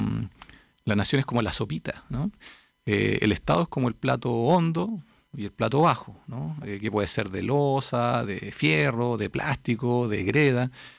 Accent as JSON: {"language": "Spanish", "country": "Chile"}